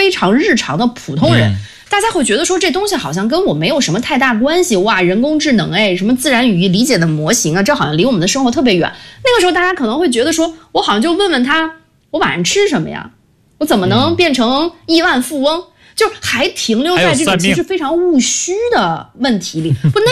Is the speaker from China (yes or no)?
yes; China; 我们中国人在字里行间留白的那个能力